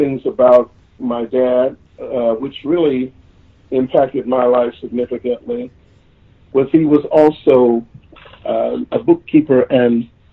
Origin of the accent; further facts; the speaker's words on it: Aliquippa, Pennsylvania, United States; I was born and raised in a town called Aliquippa, Pennsylvania, which was about 14, 15 miles outside of Pittsburgh. And it was noted for as a steel mill town.